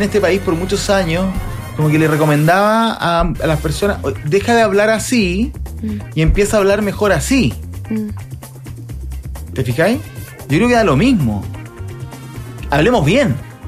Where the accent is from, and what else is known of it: Chile